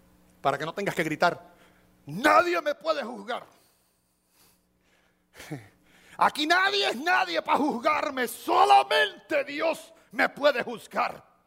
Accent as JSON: {"language": "Spanish", "country": "Cuba", "moved": "yes"}